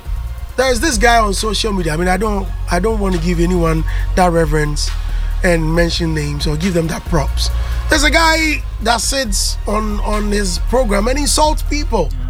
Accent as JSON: {"language": "English", "town": "Kumasi", "region": "Ashanti", "country": "Ghana", "said": "Kumasi boys."}